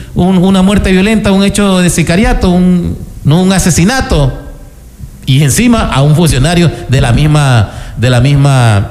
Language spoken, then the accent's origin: Spanish; Ecuador; dentro de nuestra nación, ya como Estado ecuatoriano